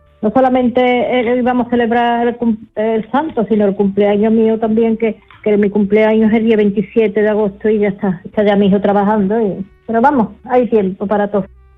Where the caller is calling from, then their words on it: Seville, Andalusia, Spain; de Sevilla.